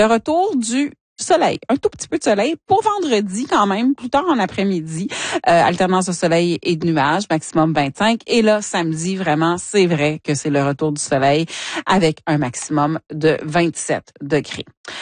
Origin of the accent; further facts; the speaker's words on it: Ontario, Canada; Et je termine ma tournée, pourquoi pas, avec ma région natale. Allons-y avec Hearst Kapuskasing, Cochrane Smooth Rock Falls, donc le corridor de la route 11.